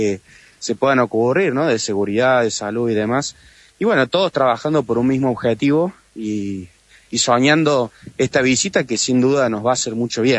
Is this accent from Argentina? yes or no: yes; Córdoba, Argentina; creo que eso nos va a hacer mucho bien, como cordobeses y como argentinos.